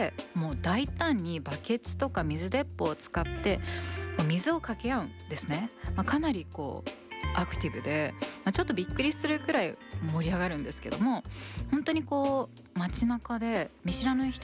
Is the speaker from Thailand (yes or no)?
yes; Thailand; この時期私が思い出すのは私のもう一つの母国タイを代表するソンクランというお祭りです。